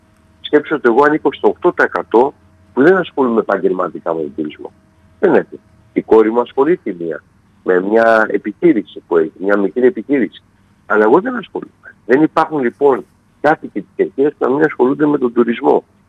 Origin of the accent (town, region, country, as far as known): Greece